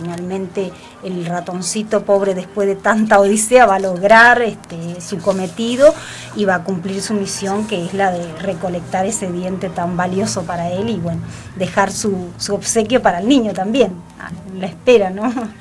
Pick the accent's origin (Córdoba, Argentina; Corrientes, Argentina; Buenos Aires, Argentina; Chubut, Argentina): Corrientes, Argentina; moved away; yo vengo de la provincia de Corrientes